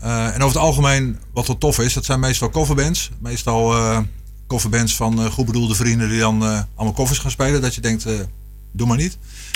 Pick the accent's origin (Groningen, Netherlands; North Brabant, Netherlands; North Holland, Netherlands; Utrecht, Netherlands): Utrecht, Netherlands; Woerden; ik kom zelf uit Woerden.